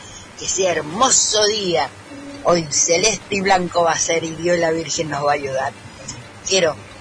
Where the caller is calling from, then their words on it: Cuadro Nacional, Mendoza, Argentina; acá de Cuadro Nacional